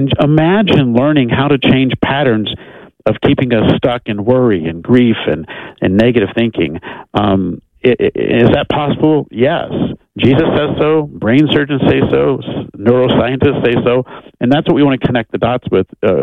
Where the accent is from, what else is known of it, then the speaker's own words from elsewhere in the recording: Texas, United States; I'm from Texas, right?